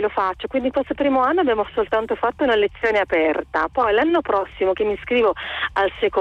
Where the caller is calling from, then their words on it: Lombardy, Italy; ti chiamo da provincia di Bergamo, sono in macchina